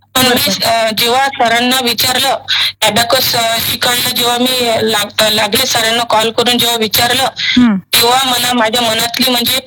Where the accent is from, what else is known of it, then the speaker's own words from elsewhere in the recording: Yavatmal district, Maharashtra, India; moved away as an adult; also born or lived in Washim; now in Buldhana, India; माझे मूळ गाव वाशिम आहे आणि माझे माहेर यवतमाळ जिल्ह्यात नीर या गावी माहेर आहे।